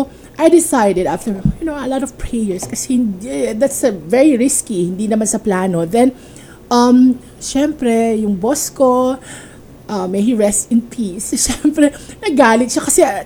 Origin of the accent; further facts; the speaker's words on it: Zamboanga City, Zamboanga Peninsula, Philippines; Kaya nung pagka-graduate ko po sa UP, I'm from Zamboanga City by the way.